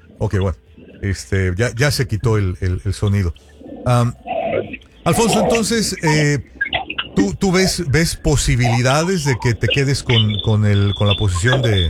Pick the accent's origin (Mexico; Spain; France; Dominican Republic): Mexico; Sonora; now in Los Angeles, United States; yo soy sonorense